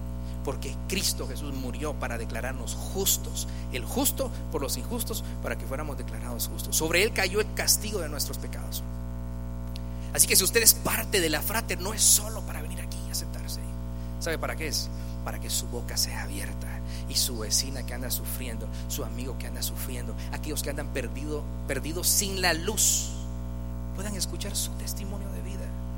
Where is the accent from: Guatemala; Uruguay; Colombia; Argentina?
Guatemala; En nuestra cultura, en Guatemala